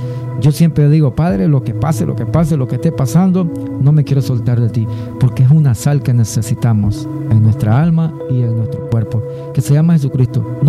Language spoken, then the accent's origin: Spanish; Honduras; moved away; en mi país, en Honduras